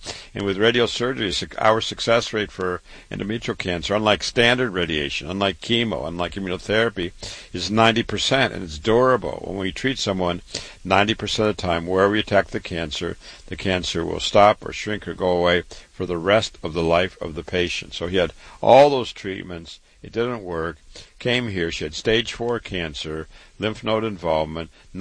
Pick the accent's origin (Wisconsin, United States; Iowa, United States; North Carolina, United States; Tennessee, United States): Iowa, United States; Waterloo; born or raised there